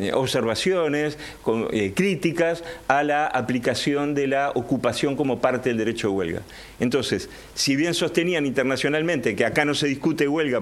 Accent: Uruguay; países como el nuestro, como Uruguay

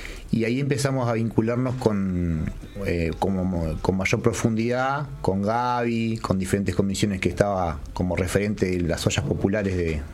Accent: Uruguay

